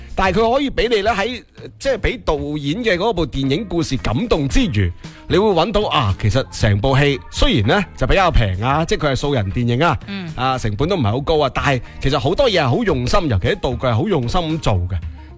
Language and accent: Cantonese; Guangdong, China